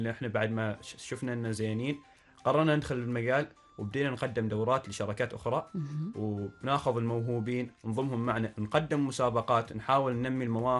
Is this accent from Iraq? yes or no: no; Oman; عرفنا نحن عمانيين